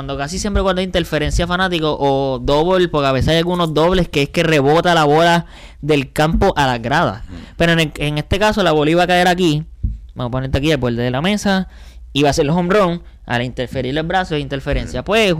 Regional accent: Puerto Rico

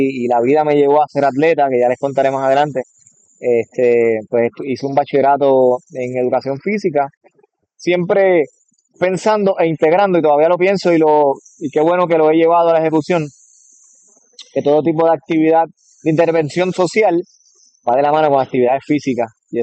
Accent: Toa Alta, Puerto Rico; Creo que se me olvidó decir que soy de Toa Alta.

